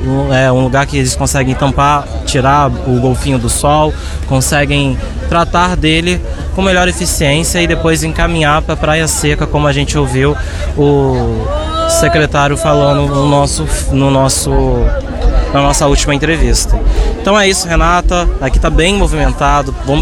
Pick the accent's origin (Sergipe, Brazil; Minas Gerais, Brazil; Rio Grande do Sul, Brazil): Minas Gerais, Brazil; moved away